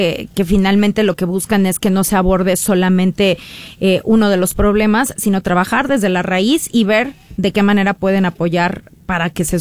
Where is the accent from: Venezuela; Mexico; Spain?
Mexico